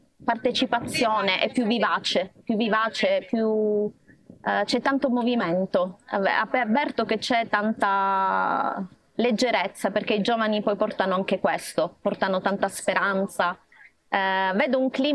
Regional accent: Sicily, Italy; Vengo dalla Sicilia

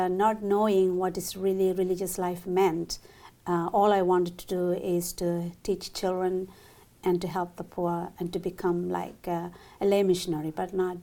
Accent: Kerala, India; born there; moved away

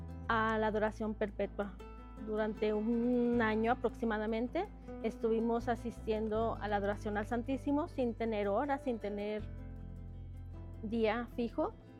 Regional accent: Zapopan, Jalisco, Mexico; Nosotros, nuestras familias, mi esposo y yo, somos de Zapopan, Jalisco, centro. Desde niños las familias nos inculcaron el amor a María y la devoción a Dios nuestro Señor.

